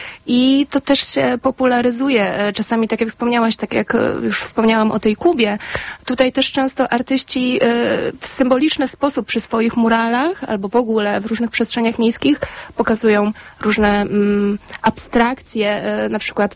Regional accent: Słupsk, Pomeranian Voivodeship, Poland; Ja pochodzę ze Słupska.

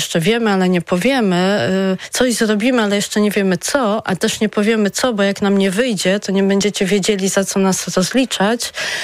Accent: Lublin, Lublin Voivodeship, Poland; Ja pochodzę z Lublina

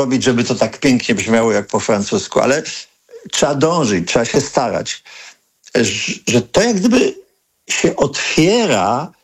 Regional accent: Sosnowiec, Silesian Voivodeship, Poland; born or raised there

